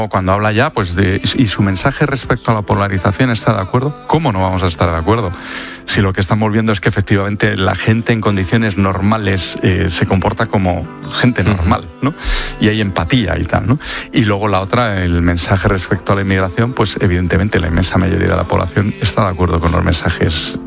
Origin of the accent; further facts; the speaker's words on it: Spain; es que como español te llena de orgullo.